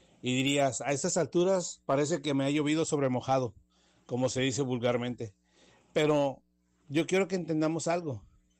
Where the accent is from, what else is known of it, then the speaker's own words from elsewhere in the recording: Bajío, Mexico; now in Apodaca, Mexico; yo no soy de aquí, de Monterrey. Yo soy oriundo de allá del Bajío